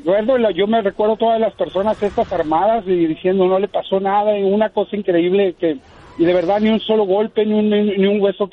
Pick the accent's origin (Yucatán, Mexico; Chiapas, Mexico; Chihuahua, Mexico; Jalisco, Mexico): Chihuahua, Mexico; Ciudad Juárez; moved away; yo soy originario de Ciudad Juárez.